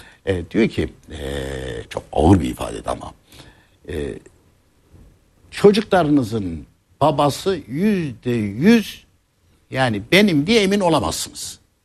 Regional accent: Konya, Turkey; Ya bir bakıyorsun ki ben de Konyalıyım.

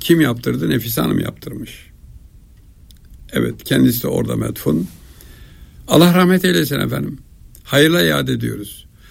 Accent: Istanbul, Turkey; İstanbul'da, ben İstanbul doğumluyum. Arkadaş Kasımpaşalıyım, evet.

